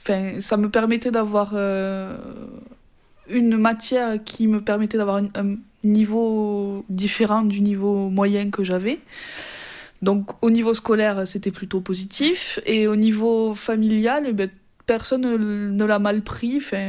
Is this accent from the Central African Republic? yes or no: no; Puylaurens, Occitanie, France; also born or lived in Toulouse; on a aménagé avec ma mère à Puylaurens, et donc depuis mes 4 ans, j'ai grandi et vécu à Puylaurens, et je reviens très régulièrement ici aussi, depuis que j'ai commencé à travailler à Toulouse